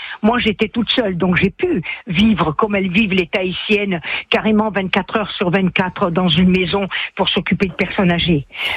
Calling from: Furiani, Corsica, France; moi j'habite à Fouriani

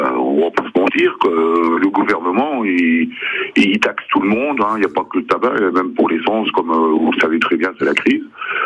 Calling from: Grand Est, France; Moi, je suis à Velaine-en-Ré

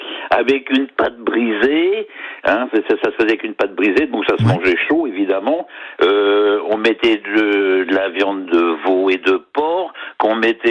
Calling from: Commercy, Grand Est, France; Comme je suis de Lorraine de Commercy

